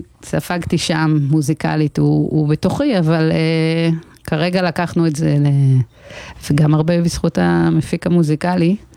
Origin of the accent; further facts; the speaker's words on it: Degania, Northern District, Israel; בדגניה, אני אחר כך אגיע להורים שלי כי אני רוצה לפרגן להם היום במיוחד